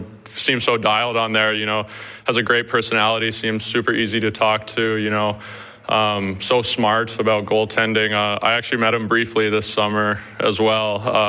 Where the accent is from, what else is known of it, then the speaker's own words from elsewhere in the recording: Alberta, Canada; You know, I'm from Alberta, and it's a blessing to be here, that's for sure.